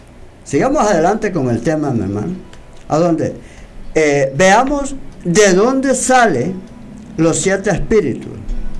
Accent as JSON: {"language": "Spanish", "country": "Honduras", "said": "como decimos en buen hondureño"}